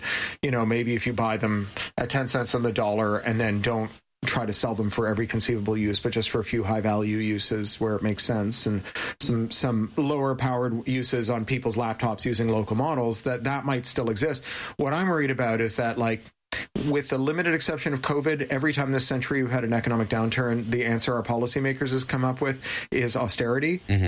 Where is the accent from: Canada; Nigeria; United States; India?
Canada; I'm also Canadian, like all the best Americans.